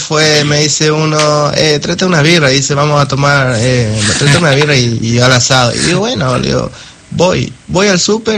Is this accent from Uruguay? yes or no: no; Paraguay; now in La Pampa, Argentina; en mi país se relaciona a la Argentina con más como con el porteño